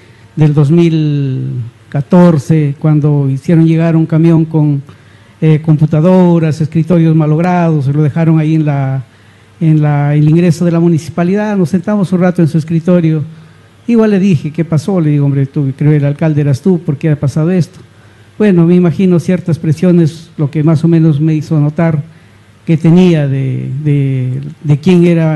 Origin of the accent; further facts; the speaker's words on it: Otuzco, La Libertad, Peru; yo soy de Otuzco.